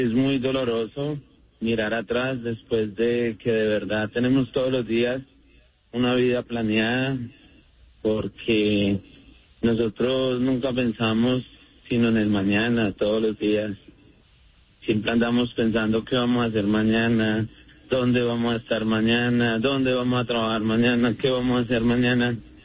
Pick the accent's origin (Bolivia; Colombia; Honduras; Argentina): Colombia; moved away; Yo soy colombiano y seguro que me duele todo lo que pasa. Y me duele más estar lejos